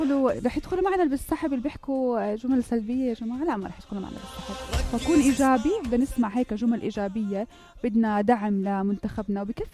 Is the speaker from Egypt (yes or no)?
no; Jordan